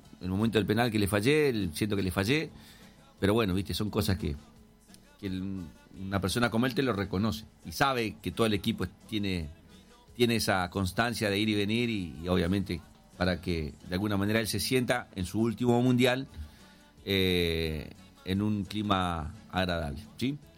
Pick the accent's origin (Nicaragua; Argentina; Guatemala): Argentina; las cosas son las que no nos tenemos que permitir como argentinos, ¿no?